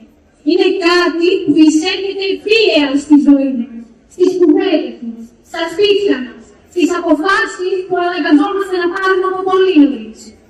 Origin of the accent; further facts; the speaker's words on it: Kozani, Western Macedonia, Greece; είμαι 16 χρονών, γεννήθηκα και εδώ στην Κοζάνη. Σήμερα στέκομαι εδώ ως μαθήτρια, ως ένα παιδί αυτής της πόλης.